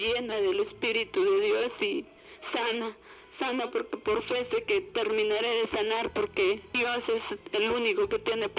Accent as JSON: {"language": "Spanish", "town": "San José Pinula", "region": "Guatemala Department", "country": "Guatemala", "said": "vengo de una aldea de San José Pinula."}